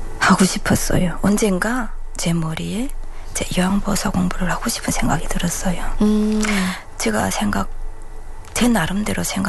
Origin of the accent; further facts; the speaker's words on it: North Hamgyong, North Korea; moved away as an adult; now in Suwon, South Korea; 남한 정착 1년차 함경북도가 고향인